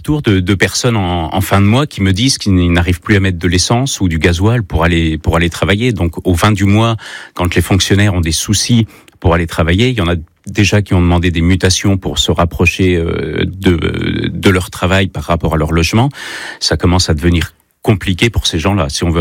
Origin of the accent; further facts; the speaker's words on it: Centre-Val de Loire, France; comme on dit chez nous dans le Berry